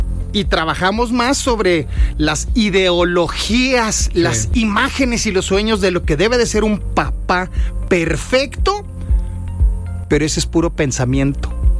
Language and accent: Spanish; Mexico; Específicamente con nuestra cultura, como somos los mexicanos, nuestras tradiciones, nuestras historias